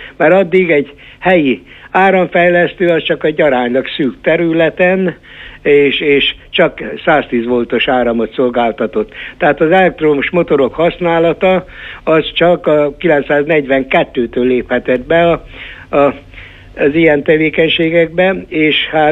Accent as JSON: {"language": "Hungarian", "country": "Hungary", "tie": "born or raised there"}